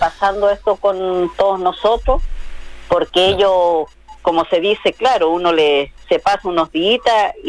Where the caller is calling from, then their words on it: Illapel, Coquimbo, Chile; nosotros los yapelinos